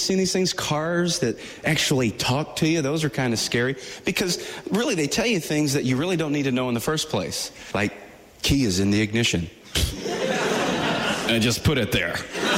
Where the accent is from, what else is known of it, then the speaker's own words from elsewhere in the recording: Nashville, Tennessee, United States; I'm from Nashville, Tennessee. We see people in the street. We stop.